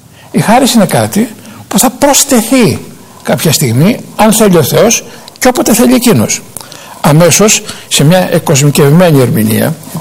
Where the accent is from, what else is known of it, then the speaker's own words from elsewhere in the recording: Greece; Δεν έχει σημασία ότι εγώ είμαι Έλληνας